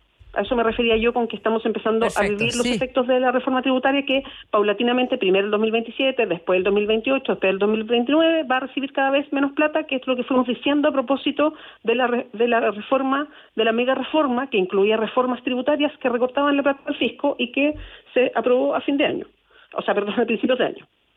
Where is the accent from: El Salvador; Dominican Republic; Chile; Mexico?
Chile; a mí como chilena, más allá de si soy senadora o no